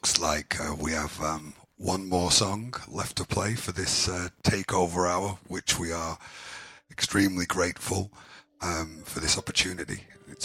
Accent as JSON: {"language": "English", "town": "Tallinn", "region": "Harju County", "country": "Estonia", "second_language": "English", "said": "as we are … from Tallinn, Estonia, we tried to just play Estonian artists or Estonian-based artists."}